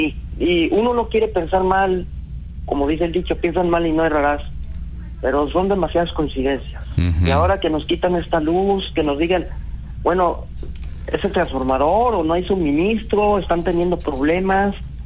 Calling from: Mexico; Vivo en México

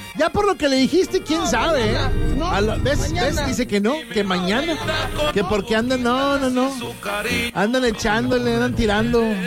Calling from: San José Boquí, State of Mexico, Mexico; de San José Boquí, municipio de Jocotitlán, Estado de México.

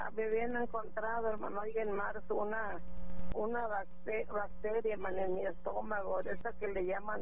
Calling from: Guadalupe, Nuevo León, Mexico; De aquí de Guadalupe, Nuevo León

